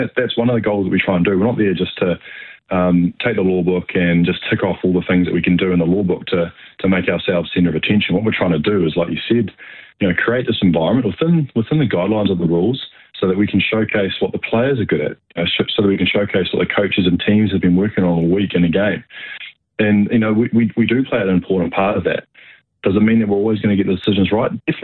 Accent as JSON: {"language": "English", "country": "New Zealand", "tie": "born or raised there", "said": "growing up in New Zealand, we grew up this sport."}